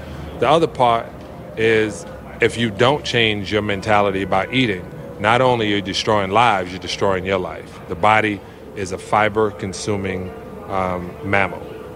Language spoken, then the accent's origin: English; United States; But I'm a capitalist. I'm an American.